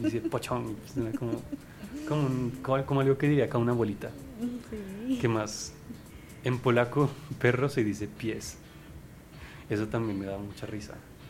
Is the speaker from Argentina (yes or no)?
no; Colombia; Digamos, la gente es amable, amable como colombianos